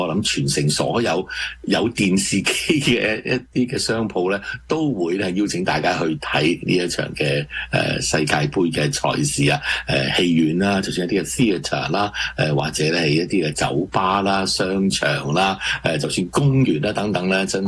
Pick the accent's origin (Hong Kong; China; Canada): Canada